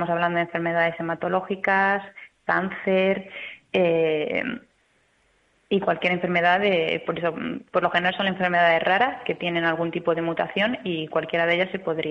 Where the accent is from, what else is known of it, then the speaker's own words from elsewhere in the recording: Granada, Andalusia, Spain; Pues yo vengo desde Granada y he de decir que como en casa.